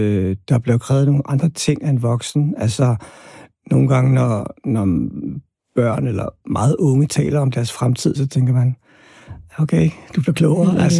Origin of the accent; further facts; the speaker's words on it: Albertslund, Capital Region of Denmark, Denmark; jeg voksede op i Albertslund på Villavej, og det, der hedder Soveby.